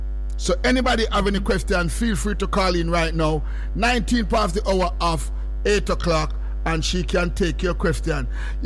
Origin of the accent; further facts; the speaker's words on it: St. Kitts & Nevis; now in United States; If I am a green card holder and I get pregnant in the U.S., should I stay here to have my baby? I am from St. Kitts.